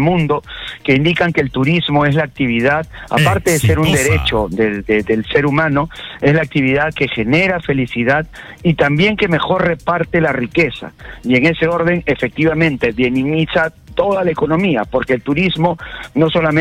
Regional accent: Peru; somos los peruanos los que movemos estas fechas

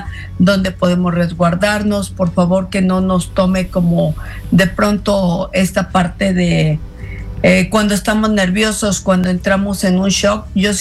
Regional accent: Mexico

